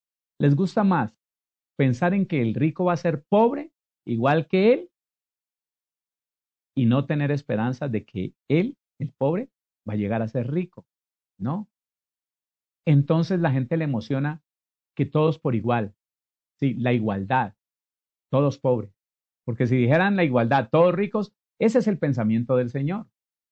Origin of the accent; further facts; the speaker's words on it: Tuluá, Valle del Cauca, Colombia; moved away; Allá en la ciudad de donde yo vengo, un municipio muy bonito, llamado Tuluá, en el Valle del Cauca